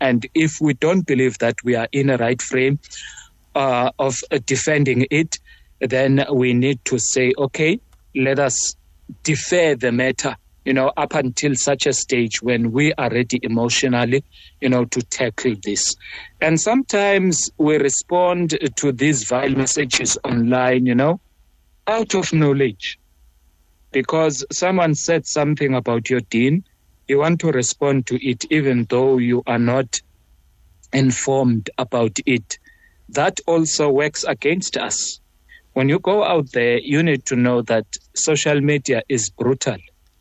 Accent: South Africa; as the South African social media community that is Muslim

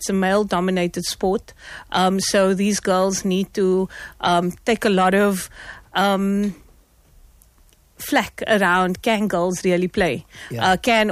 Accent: Johannesburg, Gauteng, South Africa; now in Cape Town, South Africa; I'm actually from Johannesburg and I moved to Cape Town when I was, okay. Yeah, so I'm a bit of a double agent.

